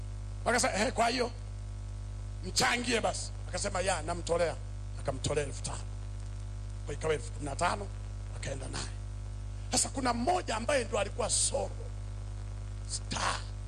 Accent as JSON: {"language": "Swahili", "region": "Mbeya", "country": "Tanzania", "said": "tukamwalika kule kwetu Rungwe."}